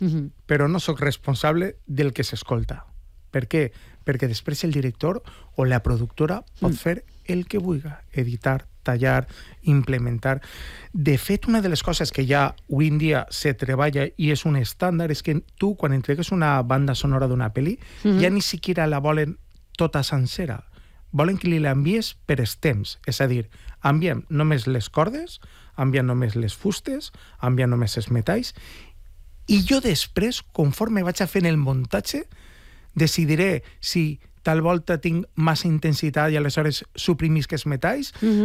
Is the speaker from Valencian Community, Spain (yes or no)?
yes; Alzira, Valencian Community, Spain; sempre procuro dedicar una peça al meu poble, en algo que tinga que veure en Alzira.